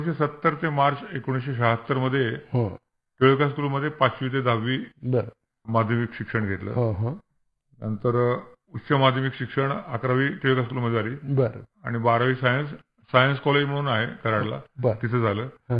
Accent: Karad, Maharashtra, India; माझं बालपण कराडच्या 410 बोंबरपेठेतील पुसाळकरवाड्यामध्ये गेलं.

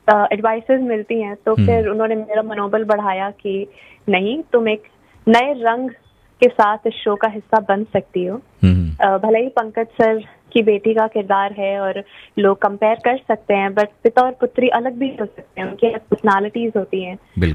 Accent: Lucknow, Uttar Pradesh, India; moved away as an adult; now in Mumbai, India; मैं रहने वाली लखनऊ, उत्तर प्रदेश की हूँ।

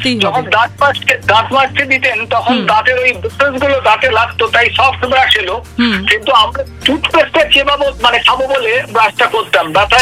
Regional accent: India

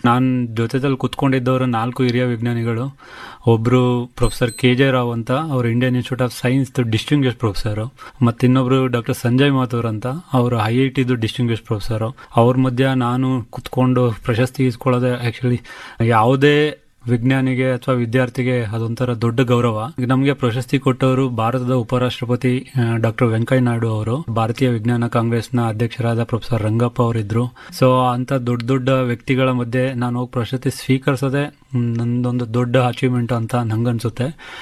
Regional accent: Mysore, Karnataka, India; ನಾನು ಮೂಲತಃ ಮೈಸೂರಿನವನು. ಮೈಸೂರು ಅದು ಪಡ್ವಾರಳ್ಳಿ ಅಂತ ಒಂದು ಗ್ರಾಮ ಇದೆ, ನಾನು ಅಲ್ಲೇ ಹುಟ್ಟಿದ್ದು, ಅಲ್ಲೇ ಬೆಳೆದಿದ್ದು.

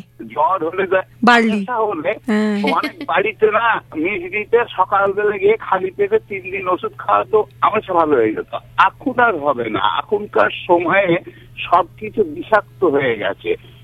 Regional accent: Purba Bardhaman, West Bengal, India; moved away; আমার গ্রাম হলো পূর্ব বর্ধমানের কাটোয়া থানার শ্রীবাটি গ্রামে।

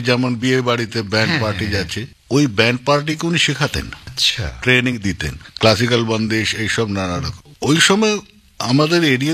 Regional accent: Punjab, India; now in Santiniketan, India; না, পাঞ্জাবের মাটি কালো, কালো রঙের মাটি।

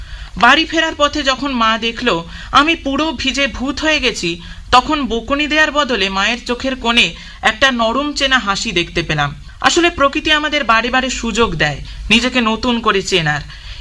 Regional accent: Baranagar, West Bengal, India; আমার বাড়ি বড়ানগরে, আমি বড়ানগর রামকৃষ্ণ মিশন আশ্রম উচ্চ বিদ্যালয়ে পড়ি।

